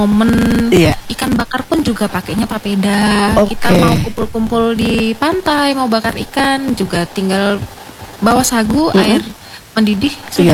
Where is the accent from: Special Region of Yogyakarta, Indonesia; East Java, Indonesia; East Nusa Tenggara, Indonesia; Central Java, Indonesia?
Central Java, Indonesia; now in Manokwari, Indonesia; Saya malah dari Jawa Tengah.